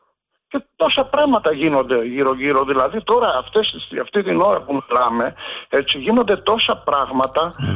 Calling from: Central Greece, Greece; από την Εύβοια σε περνώ.

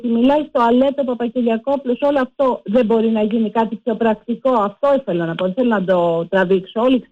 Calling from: Greece; από Κυστέλη.

